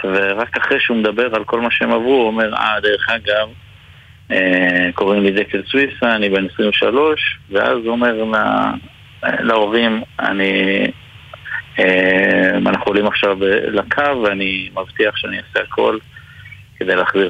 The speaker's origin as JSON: {"language": "Hebrew", "town": "Bar Giora", "region": "Jerusalem District", "country": "Israel", "tie": "born or raised there", "moved": "yes", "lives_now": "Rehovot, Israel", "said": "נולדנו במושב בר גיורא, נמצא ליד ירושלים, ואני עכשיו וגר ברחובות"}